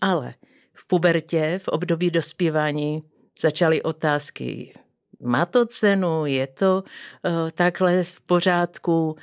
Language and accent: Czech; Bystřice, Moravian-Silesian Region, Czechia; Vyrůstala jsem v Bystřici, teda v České republice, ale mám polskou základní školu i polské gymnázium.